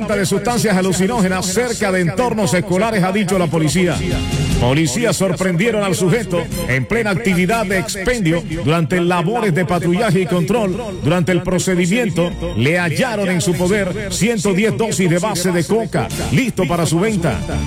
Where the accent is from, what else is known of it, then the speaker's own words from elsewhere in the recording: Villanueva, Bolívar, Colombia; en Villanueva Bolívar, en mi tierra.